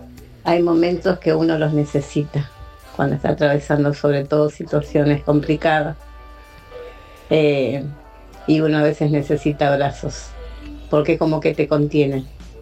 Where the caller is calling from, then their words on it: Sarandí, Buenos Aires Province, Argentina; de Sarandí.